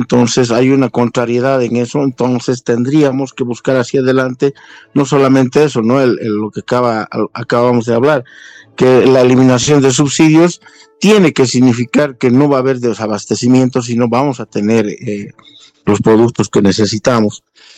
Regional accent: Bolivia; no podemos nosotros como bolivianos arriesgar 80 millones de dólares

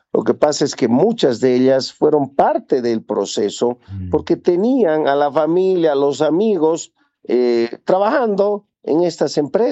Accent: Potosí, Bolivia; Me da pena porque yo soy potosino y esa es una herida que llevamos los potosinos

